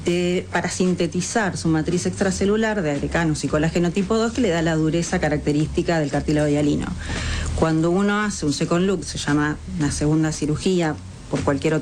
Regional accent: Argentina; Yo soy fundamentalista argentina

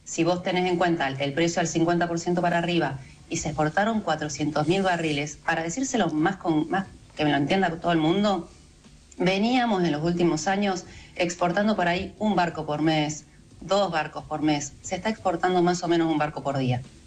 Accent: Neuquén, Argentina; soy acá de Neuquén

